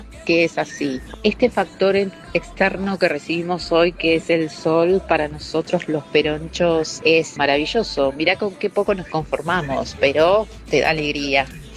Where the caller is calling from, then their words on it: Moreno, Buenos Aires Province, Argentina; de Moreno